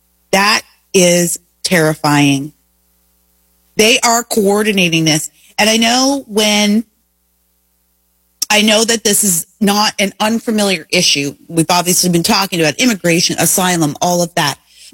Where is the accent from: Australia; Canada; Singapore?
Canada; moved away as an adult; now in United States; And I'm speaking to you as an immigrant. I immigrated from Canada at 18. Now, to be fair, my father was an American, so I had a much easier path than many people do.